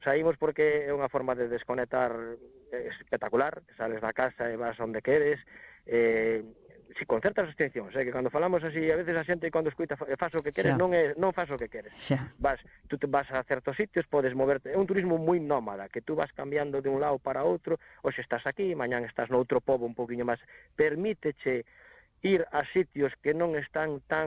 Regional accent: Redondela, Galicia, Spain; Eu son de Redondela, saímos hacia a mellora, hacia Porto Novo, Grove, saímos por zonas cercanas.

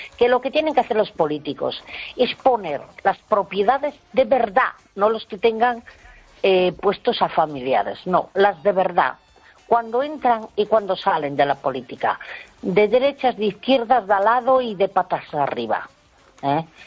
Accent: Spain; yo jamás he ido con una bandera a la calle porque yo soy española.

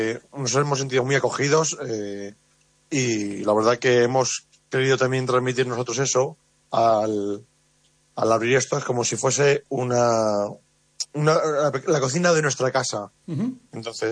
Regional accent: Chinchón, Community of Madrid, Spain; moved away as an adult; now in A Coruña, Spain; ni mi pareja ni yo somos de aquí. Ella es de Cáceres y yo soy de Chinchón, de Madrid. Y bueno, llegamos aquí a Coruña. Antes del COVID nos encantó Coruña y ya nos quedamos aquí a vivir.

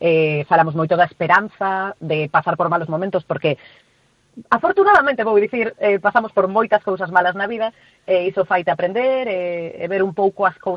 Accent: Galicia, Spain; A xente que somos daqui de Galicia sabemos que esos son para ser galegos, o sea, lo sabemos de sobra.

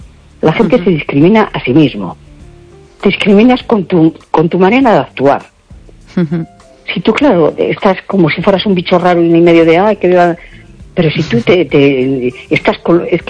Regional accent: A Coruña, Galicia, Spain; Hola, buenas noches … de La Coruña.

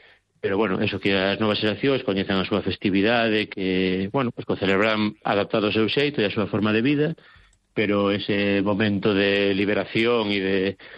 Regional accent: Galicia, Spain; Porque como vos galegos, non pode haber unha festividade sin unha boa paparote, sin unha boa mesa no medio.

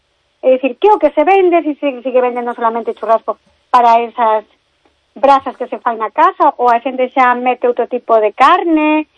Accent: Galicia, Spain; Son moi galega, ¿no?

